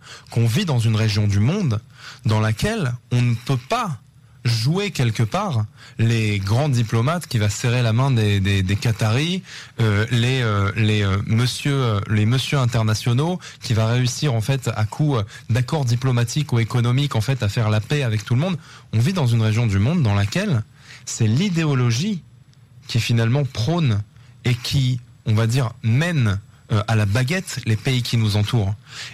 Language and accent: French; France; now in Israel